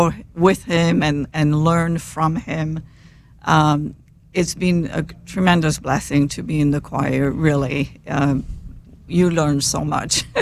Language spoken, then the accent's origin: English; Belgium; first language French; English is a second language; moved away as an adult; also born or lived in Huntsville, Alabama; now in United States; So as you can tell, I have a little bit of an accent. I'm originally from Belgium, and French is my native language. I came to the United States a long time ago with a scholarship after university.